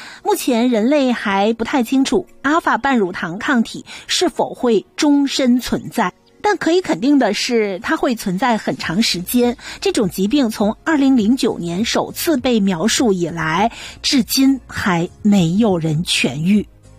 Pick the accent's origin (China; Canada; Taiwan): Canada; 咱们加拿大人